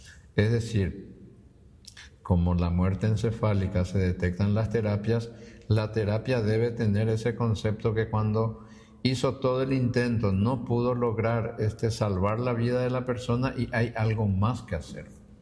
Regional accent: Paraguay; los hospitales del área del departamento central de nuestro país de Asunción

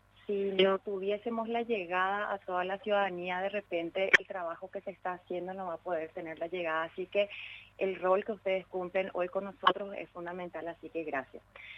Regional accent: Paraguay

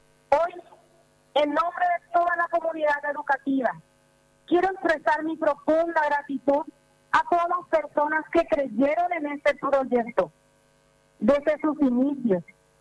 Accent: Paraguay; los paraguayos somos gigantes.

